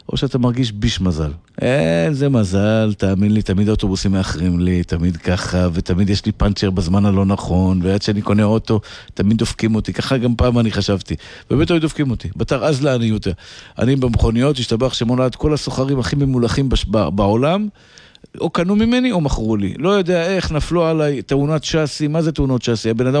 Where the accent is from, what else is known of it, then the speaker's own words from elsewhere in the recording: Tel Aviv, Tel Aviv District, Israel; born there; אני תמיד זוכר מאיפה באתי. נולדתי בשכונת התקווה. בית מאוד קטן.